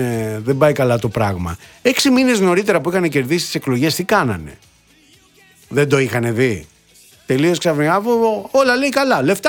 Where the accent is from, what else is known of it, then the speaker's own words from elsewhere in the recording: Molaoi, Peloponnese, Greece; born there; στο χωριό μου Αχταρμά το λένε, εκεί στους Μολάους.